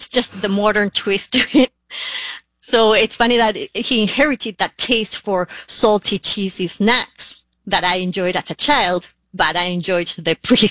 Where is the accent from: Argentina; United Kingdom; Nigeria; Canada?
Argentina; now in Florida, United States; I'm originally from Argentina, and I currently live in Florida, USA.